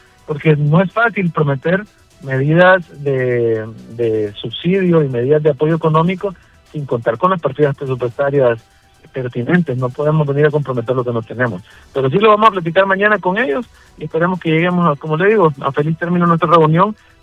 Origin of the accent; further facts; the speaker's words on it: Honduras; Lo bueno es que todos estamos claros que aquí todos somos hondureños, y el mal de uno nos afecta a todos